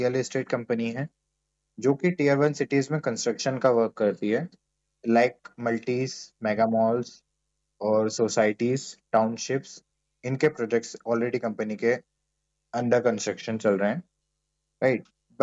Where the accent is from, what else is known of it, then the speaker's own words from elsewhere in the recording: Khandwa, Madhya Pradesh, India; और खंडवा बेसिकली मेरा home town भी है, इसलिए मैं कंपनी की शुरुआत मेरे होम टाउन से ही करना चाह रहा था।